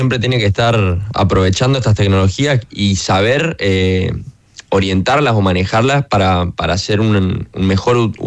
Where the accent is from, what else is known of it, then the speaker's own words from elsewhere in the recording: Chaco, Argentina; Yo soy de Chaco.